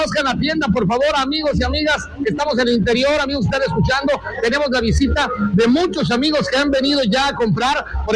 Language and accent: Spanish; Veracruz, Mexico